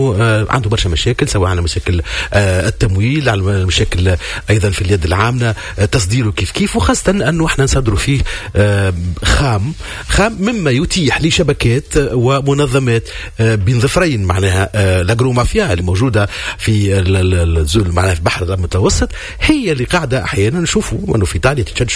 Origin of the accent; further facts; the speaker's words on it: Tunisia; هون في في بلادنا